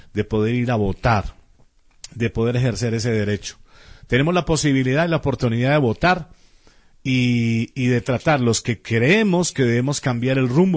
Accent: Colombia; nos jugamos el futuro en Colombia

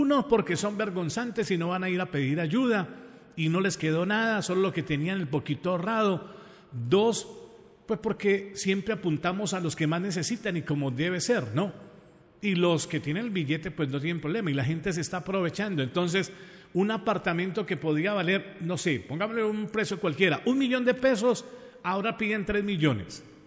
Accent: Pereira, Risaralda, Colombia; Los que somos de Pereira

